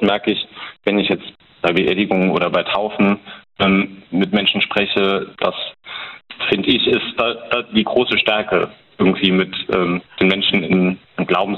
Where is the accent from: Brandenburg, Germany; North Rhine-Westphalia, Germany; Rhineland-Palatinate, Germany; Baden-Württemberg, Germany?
Rhineland-Palatinate, Germany; Trier; Also als ich hier ankam, also ursprünglich komme ich aus Trier. Die Trier da sind ja so ein bisschen zurückhaltender.